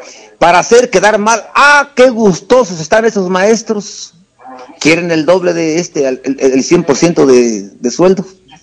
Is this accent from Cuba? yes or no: no; Mexico; moved away; also born or lived in United States